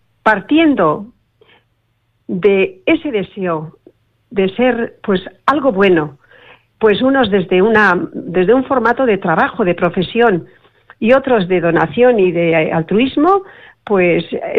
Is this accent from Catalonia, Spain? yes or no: no; Tolosa, Basque Country, Spain; born there; now in Gijón, Spain; Bueno, mi padre era navarro, yo soy vasca de Tolosa.